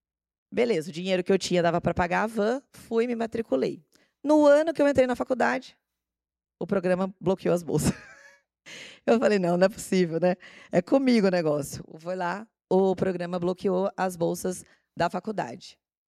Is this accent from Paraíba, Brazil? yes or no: yes; Paraíba, Brazil; Eu não sou ararense, gente. Eu nasci na Paraíba, até achei engraçado ele falar do exemplo que ele trouxe da escola legislativa lá da Paraíba, mas eu sou paraibana, tá?